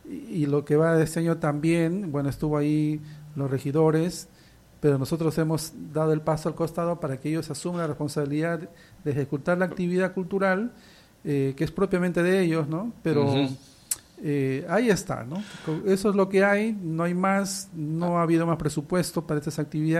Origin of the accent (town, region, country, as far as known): San Martín, Peru